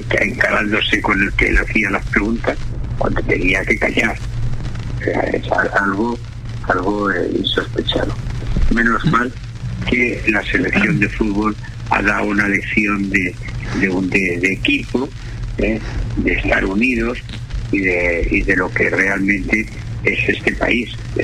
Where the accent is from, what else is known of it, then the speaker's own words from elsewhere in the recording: Tarragona, Catalonia, Spain; born there; Sí, yo que nací en la Imperial Tarraco, que fue la primera capital de Roma, de la Hispania